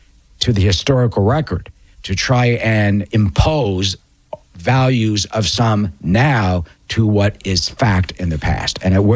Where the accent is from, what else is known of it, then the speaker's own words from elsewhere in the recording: New York, United States; I grew up in Manhattan, in New York, and would go by the Museum of Natural History all the time.